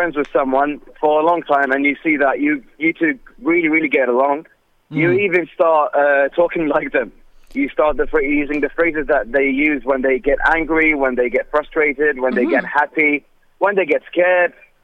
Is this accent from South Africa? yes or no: no; Baghdad, Baghdad Governorate, Iraq; now in United States; I'm from Iraq, Baghdad. I live in the United